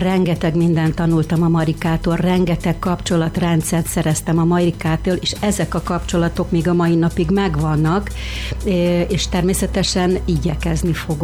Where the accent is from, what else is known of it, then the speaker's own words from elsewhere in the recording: Szekszárd, Tolna, Hungary; also born or lived in Majos; Első pár évemtől eltekintve tulajdonképpen én szekszárdi vagyok. Nem itt születtem, mert édesapám ugye Majoson kezdett tanítani, tehát én abban az években születtem, amikor ők ott tanítottak. De az én életem Szekszárdhoz kötődik, tehát itt jártam iskolába, általános iskola, gimnázium